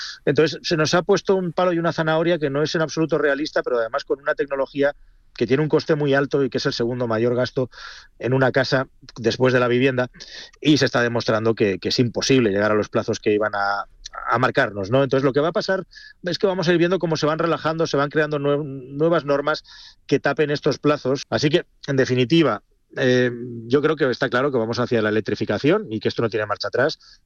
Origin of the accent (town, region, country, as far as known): Spain